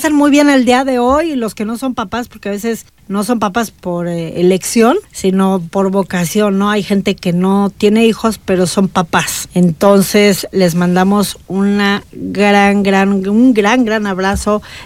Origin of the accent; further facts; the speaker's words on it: Mexico; Somos mexicanos